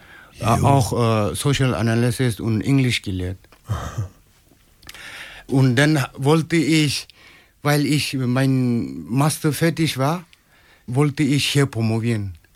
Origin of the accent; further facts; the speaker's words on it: Nagaland, India; German is a second language; moved away as an adult; also born or lived in Madurai; now in Germany; ich komme aus Nagaland, ich bin Inder, ich studiere hier Social Analysis.